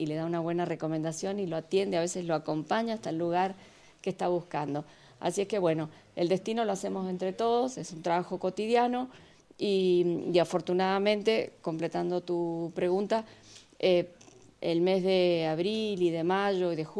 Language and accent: Spanish; Mendoza, Argentina; Los que somos mendocinos lo sabemos